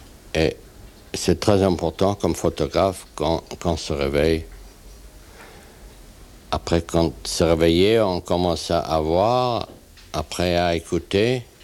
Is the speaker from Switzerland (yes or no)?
yes; Switzerland; born there; Je suis né en Suisse.